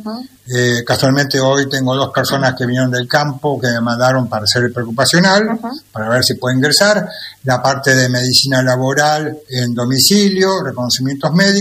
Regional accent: Buenos Aires, Argentina; moved away as an adult; also born or lived in Carhué, Argentina; now in Bolívar, Argentina; Bien, nosotros somos originalmente de Capital Federal, de Buenos Aires, y estuve 4 años trabajando como director médico en un hospital en Carué, el partido de Adolfo Alsina

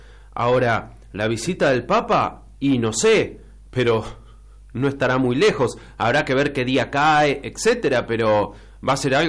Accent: Argentina; now in Luján, Argentina

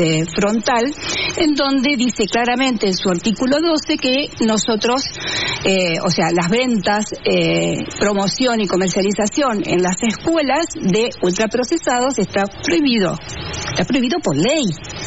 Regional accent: Argentina

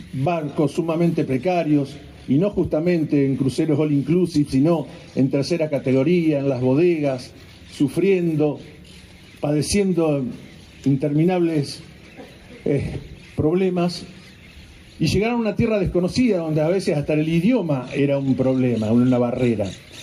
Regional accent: Argentina; tenemos la explicación de lo que somos la Argentina

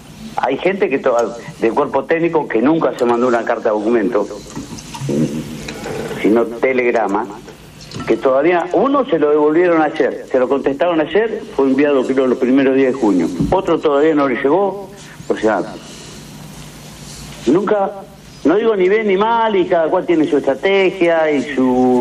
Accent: Argentina; viste como somos los argentinos

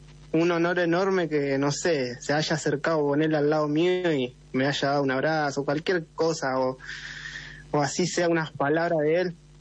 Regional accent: González Catán, Buenos Aires Province, Argentina; Somos de Virrey del Pino, González Catán.

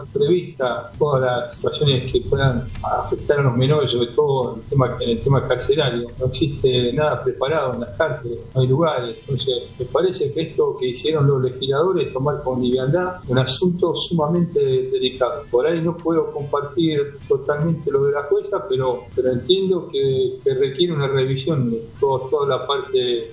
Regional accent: Bahía Blanca, Buenos Aires Province, Argentina; Buenas tardes … de Bahía Blanca.

